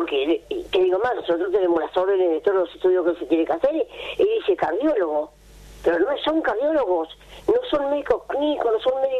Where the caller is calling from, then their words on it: González Catán, Buenos Aires Province, Argentina; hace 40 años vivo en González Catán. Esto es tierra de nadie